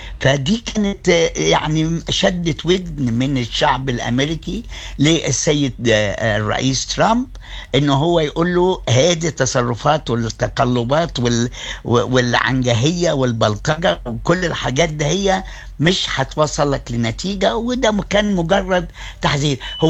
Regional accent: Egypt; عندنا في مصر

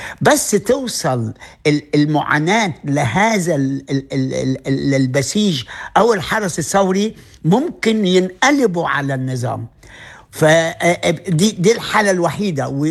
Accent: Egypt; يعني زي الأمن المركزي احنا عندنا في مصر

